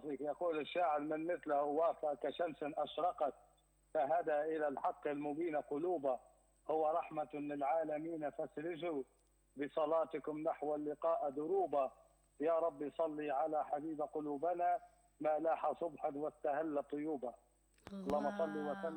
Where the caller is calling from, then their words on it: Libya; بلادنا ليبيا الحبيبة